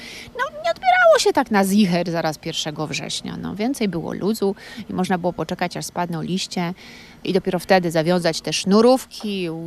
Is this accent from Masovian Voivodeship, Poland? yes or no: yes; Warsaw, Masovian Voivodeship, Poland; born there; Tak, urodziłam się w Warszawie, mieszkam w Warszawie